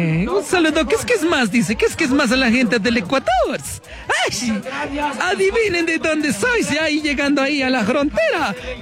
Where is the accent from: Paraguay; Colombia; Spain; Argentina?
Colombia; Boyacá; Boyaquito sigo siendo, boyaco de Boyacá, boyaco de mis paisanos, cuna de la libertad. Boyaquito ese soy yo, boyacense somos todos